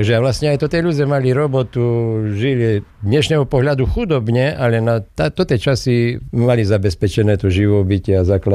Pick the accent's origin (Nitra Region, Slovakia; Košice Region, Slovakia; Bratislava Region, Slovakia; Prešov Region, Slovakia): Prešov Region, Slovakia; U nás v Šarišu